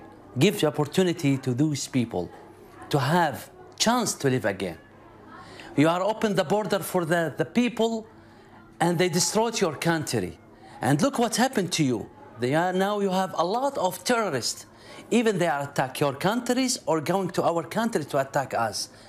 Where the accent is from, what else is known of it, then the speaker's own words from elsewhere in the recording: Baghdad, Baghdad Governorate, Iraq; English is a second language; I am from Baghdad, and I know Muslim very well. They blow up my church one time in Baghdad.